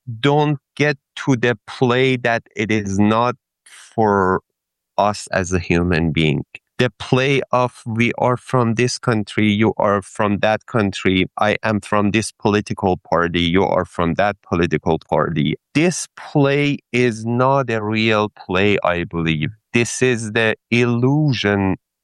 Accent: Iran; English is a second language; let me talk to this person who is from, I don't know, from the U.S. that is fighting with me that I'm coming from Iran.

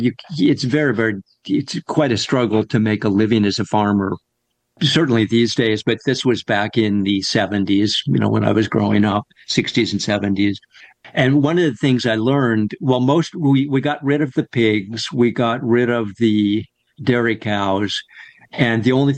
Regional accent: Corvallis, Oregon, United States; I grew up in Corvallis, Oregon, on a 100-acre farm a couple miles north of town. And we had a whole bunch of animals.

